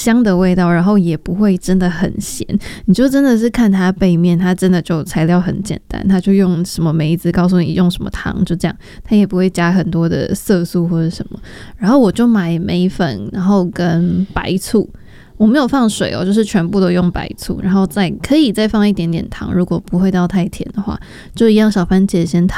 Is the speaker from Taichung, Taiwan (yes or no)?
no; Meishan, Chiayi County, Taiwan; 因为我老家在梅山嘛，所以就会有产很多梅子的产品